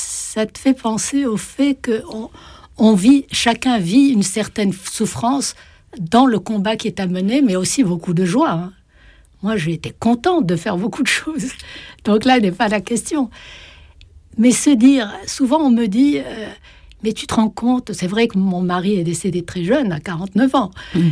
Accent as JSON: {"language": "French", "country": "Morocco", "second_language": "French", "said": "parce que je suis marocaine quand même, je ne suis pas française, et donc le français, même si je peux le maîtriser, n'est pas ma langue maternelle."}